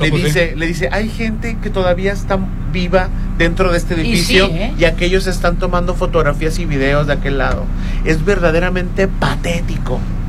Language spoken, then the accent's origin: Spanish; Colombia; Soy colombiano y agradezco al señor Héctor Méndez Topo Mayor por su generosidad y ayuda.